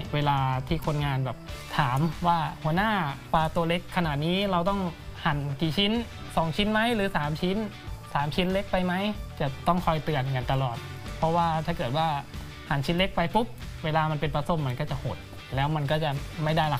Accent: Bangkok, Thailand; moved away as an adult; ผมเติบโตที่กรุงเทพครับพ่อแม่ย้ายไปทำงานอยู่ที่กรุงเทพก็ใช้ชีวิตอยู่กรุงเทพเกือบ30ปี

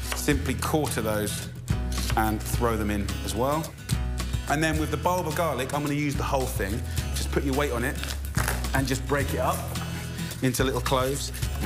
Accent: United Kingdom; I think the interesting thing for me as a British boy is I didn't really grow up knowing anything about Mexican food.

